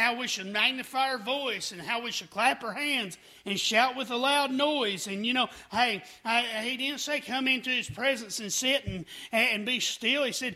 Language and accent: English; the South, United States; I was born in the South, here in the Bible Belt, where there's a church just about on every corner